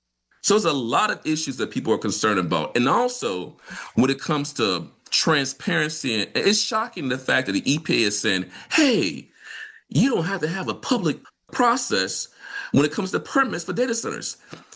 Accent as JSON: {"language": "English", "town": "Vicksburg", "region": "Mississippi", "country": "United States", "said": "I'm from Mississippi, so I'm from Vicksburg."}